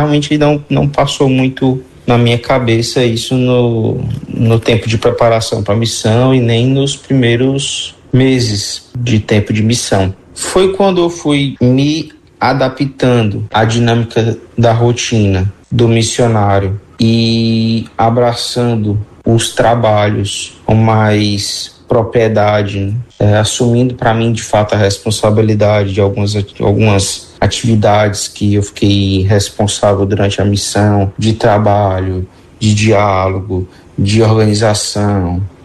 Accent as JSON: {"language": "Portuguese", "region": "Ceará", "country": "Brazil", "also_born_or_lived": "Rio de Janeiro", "said": "Sou médico, sou cearense, sou consagrado da comunidade Shalom, mesma comunidade da Regina, e já morei aí no Rio de Janeiro, morei como missionário"}